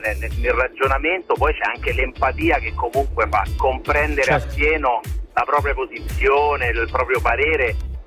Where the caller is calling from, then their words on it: San Felice Circeo, Lazio, Italy; Io della provincia di Latina, San Felice.